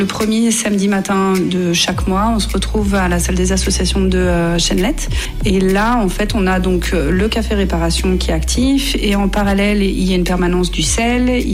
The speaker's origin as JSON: {"language": "French", "region": "Auvergne-Rhône-Alpes", "country": "France", "said": "je viens du Beaujolais."}